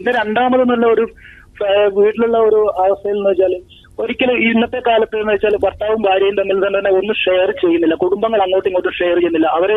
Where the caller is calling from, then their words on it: Kasaragod, Kerala, India; ഞാൻ കാസർഗോഡ് നിന്നാണ് വിളിക്കുന്നത്.